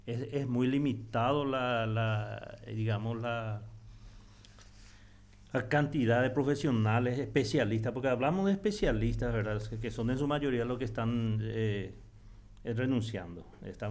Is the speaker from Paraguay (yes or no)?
yes; Paraguay